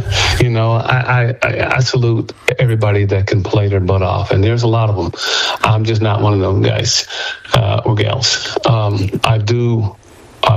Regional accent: New York, United States; born there; moved away as an adult; also born or lived in Texas; now in Northern New Mexico, United States; dad had an opportunity to either go to San Antonio, Texas, or upstate New York, where there was some work opportunities, and he chose to go up there. And then after that, I moved back to Texas after college

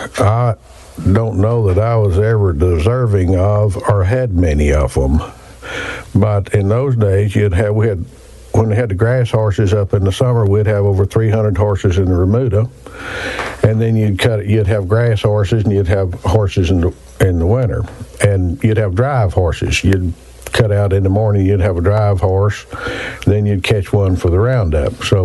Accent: Texas, United States; we moved to the ranch. My dad went to work for Wagner's in 1951, and we moved to the ranch shortly thereafter.

